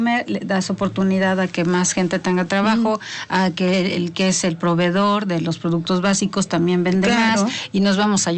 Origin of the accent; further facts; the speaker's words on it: Puebla, Mexico; quienes somos poblanas, poblanos de toda la vida